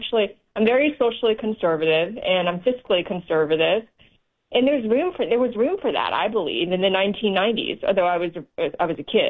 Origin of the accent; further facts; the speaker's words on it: Sheffield, Yorkshire and the Humber, United Kingdom; now in United States; I'm from England, actually.